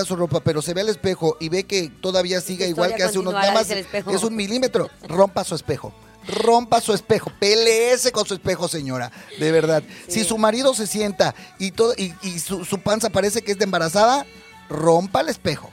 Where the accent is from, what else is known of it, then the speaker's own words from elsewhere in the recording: Mexico; Y como los mexicanos comemos mucho frijol